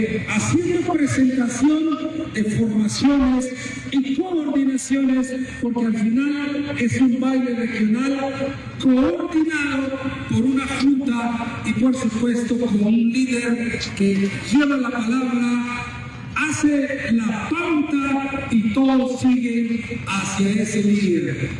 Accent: Santiago Atitlán, Sololá, Guatemala; o de mi pueblo Santiago Atitlán

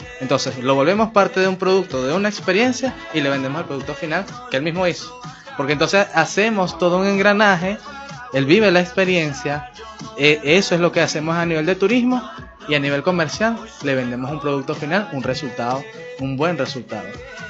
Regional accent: Barquisimeto, Lara, Venezuela; Nosotros quienes somos de Lara, quienes somos de Barquisimeto

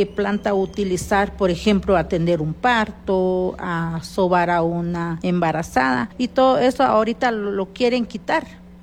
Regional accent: Alta Verapaz, Guatemala; first language Q'eqchi'; Spanish is a second language; soy de Alta Verapaz y mi idioma es Jerchi.

